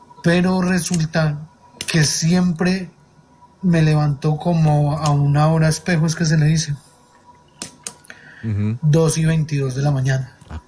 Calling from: Filandia, Quindío, Colombia; yo vivo en un corregimiento de acá de Finlandia?

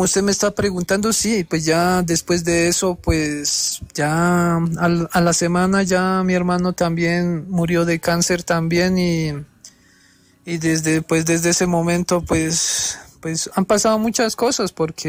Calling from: Cauca, Colombia; Desde aquí, desde las montañas del Cauca.

